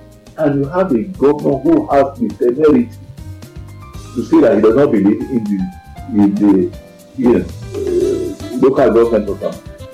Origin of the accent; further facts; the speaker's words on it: Oyo, Nigeria; my hometown of Shapi